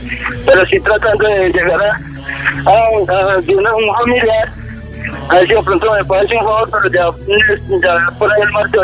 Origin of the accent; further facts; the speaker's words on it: Medellín, Antioquia, Colombia; Bueno, yo primero que todo, yo soy de Medellín.